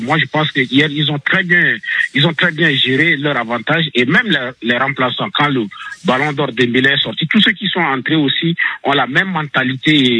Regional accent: Marseille, Provence-Alpes-Côte d'Azur, France; Moi, je suis Marseillais, mais là, il faut mettre la rivalité entre parenthèses pour supporter la bonne équipe.

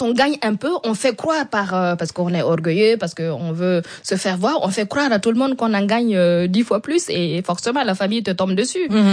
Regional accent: Burkina Faso; notamment chez moi au Burkina, ils ont fait des bons

